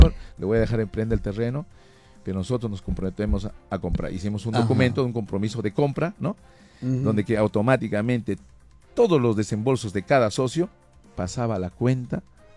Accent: Peru; nuestro Perú tiene mucho

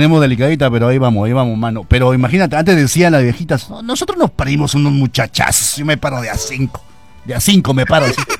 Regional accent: Buenos Aires, Piura, Peru; born there; yo soy nacido en Buenos Aires, Morpón, ¿no? Producido en Chimbote y nacido.

